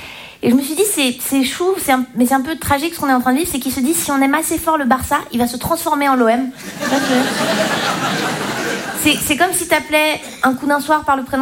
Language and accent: French; Switzerland; Moi je suis Suisse. Et moi, c'est bon. Et donc, comme je viens pas d'ici